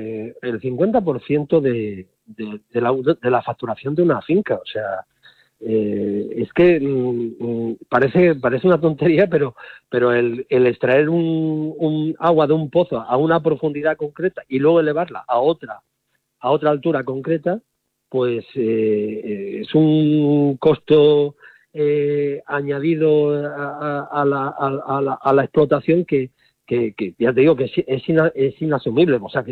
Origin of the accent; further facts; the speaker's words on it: Spain; ¿Es que no somos los españoles todos iguales ante la ley?